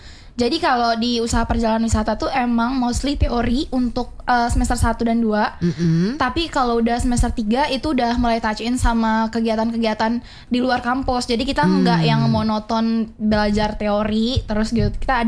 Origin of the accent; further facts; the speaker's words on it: Mataram, West Nusa Tenggara, Indonesia; Ada yang dari Praya, ada kita dari Mataram.